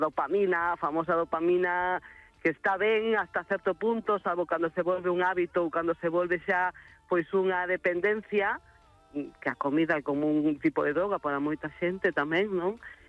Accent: Galicia, Spain; A ver, como vos galegos que nos gusta a festa

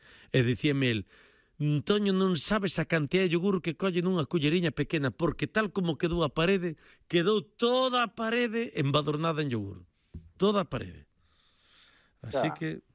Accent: Xunqueira, Galicia, Spain; Sabes como vou celebrar a festa Xunqueira, as festas patronales do meu pobo?

